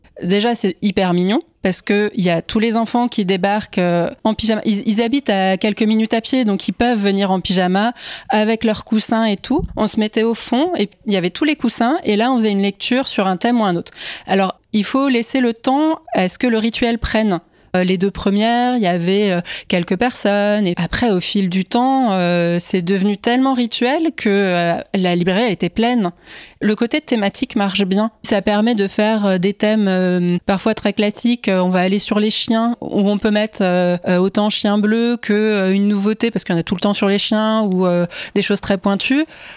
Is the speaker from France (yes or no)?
yes; Grand Est, France; J'ai grandi en Alsace